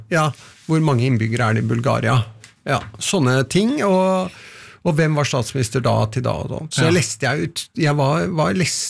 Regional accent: Oslo, Norway; also born or lived in Tonsenhagen, Oslo; På Nordstrand. Eller I første årene av mitt liv på Tonsenhagen, men jeg var ganske liten da vi flyttet.

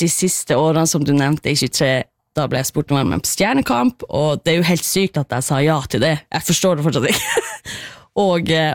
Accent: Karasjok, Finnmark, Norway; jeg vokste opp i Karasjok

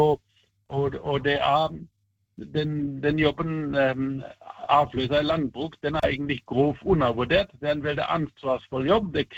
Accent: Germany; Norwegian is a second language; moved away as an adult; now in Norway; du hører jeg sikkert fra tonen at jeg ikke har vært født i Norge, så jeg er tysk, og jeg kom til Norge for 30 år siden

